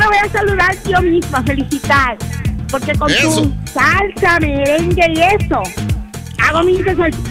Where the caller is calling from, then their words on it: Homestead, Florida, United States; Desde Homestead.